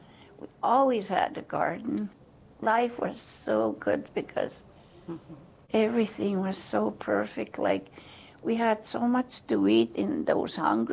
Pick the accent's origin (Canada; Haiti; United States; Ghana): Canada; Saddle Lake, Alberta; I was born and raised in Saddle Lake, Alberta.